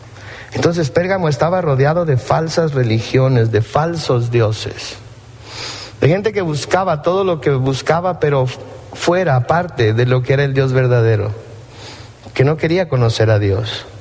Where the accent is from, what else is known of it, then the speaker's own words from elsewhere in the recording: Compton, California, United States; moved away; yo crecí en la ciudad de Campton. Y cuando yo crecí en Campton era una ciudad muy tranquila.